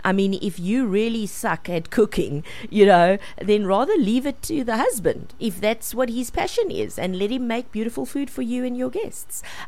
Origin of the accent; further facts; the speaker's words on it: South Africa; I am truly South African that way.